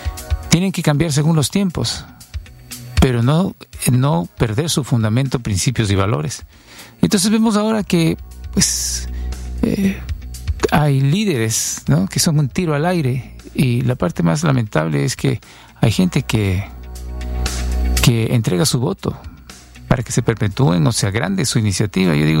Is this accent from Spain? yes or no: no; United States; Siento que es algo que nosotros como americanos no debemos dejar que ocurra.